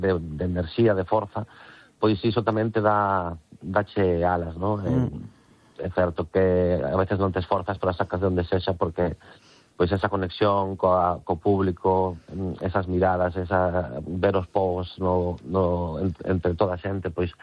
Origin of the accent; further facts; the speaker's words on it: Galicia, Spain; Entendía que seríamos vascos, pero nada máis, non. Somos galegos, 100%.